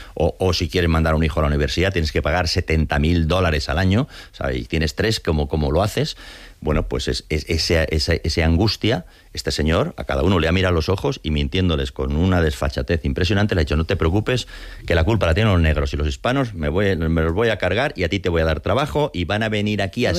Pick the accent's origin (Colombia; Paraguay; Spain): Spain; Hombre, claro que sé que soy español y me gusta García Lorca. Y vibro más con una guitarra española que con un saxofón.